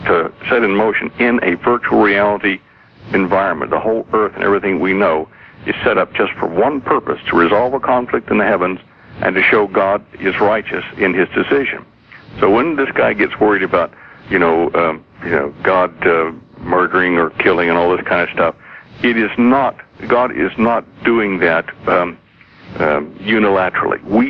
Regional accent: United States; moved away; I might be 15,000 kilometers away, but I'm still an American.

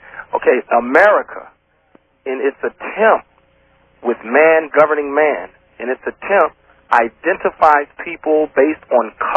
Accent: Detroit, Michigan, United States; Yep, I grew up and was born and raised on Sewer and Bangor and Hancock, all throughout Detroit.

